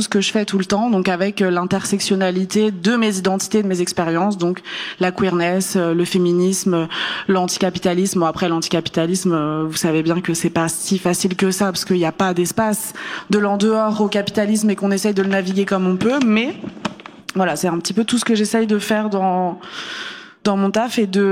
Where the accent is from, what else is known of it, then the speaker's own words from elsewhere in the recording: Pays de la Loire, France; Je suis algérienne et j'ai grandi en Vendée.